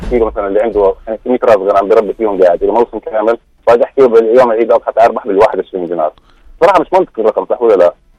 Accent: Jordan; ما في عندنا في الاردن

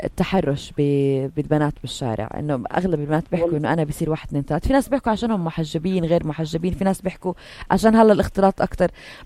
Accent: Jordan; عندنا بالاردن

